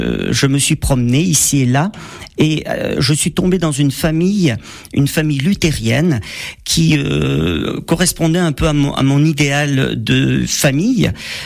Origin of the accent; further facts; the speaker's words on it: Saint-Paul-Trois-Châteaux, Auvergne-Rhône-Alpes, France; born there; also born or lived in Montélimar / Millau; Oui, je suis né à Saint-Paul-Trois-Châteaux. J'ai vécu 8 ans à Montélimar et après on est allé à Millau dans l'Aveyron.